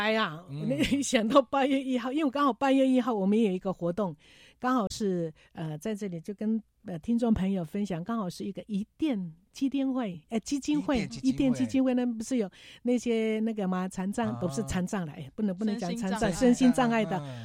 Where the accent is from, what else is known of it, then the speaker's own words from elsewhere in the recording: Taiwan; 你只要告诉他我们是台湾的